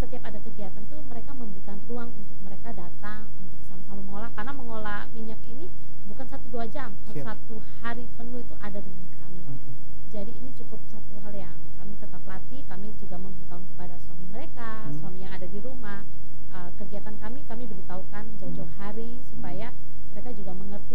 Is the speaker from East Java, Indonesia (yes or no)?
yes; Batu, East Java, Indonesia; now in Alor, Indonesia; memang betul saya bukan asli Alor. Saya asli dari Kota Batu, dari Kota Malang